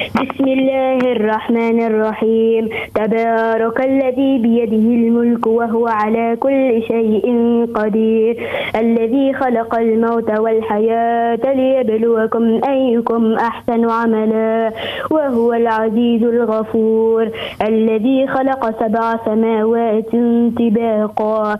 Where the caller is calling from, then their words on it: Oueslatia, Kairouan Governorate, Tunisia; من معتمدية الوسلاتين ولاية القيروان.